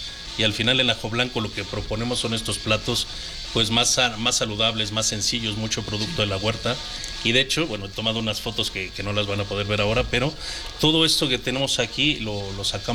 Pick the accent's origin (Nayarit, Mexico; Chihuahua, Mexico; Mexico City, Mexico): Mexico City, Mexico; pues yo soy de la Ciudad de México